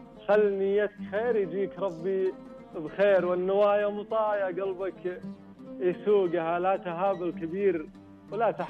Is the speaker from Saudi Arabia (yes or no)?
yes; North, Saudi Arabia; حنا عندنا بالشمال طال عمرك فيها تكاتف اجتماعي، وتكاتف اجتماعي موجود بالمملكة كلها الحمد لله